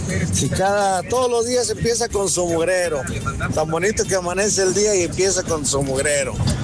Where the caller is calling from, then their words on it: Mexico; Aquí somos mexicanos, no somos españoles.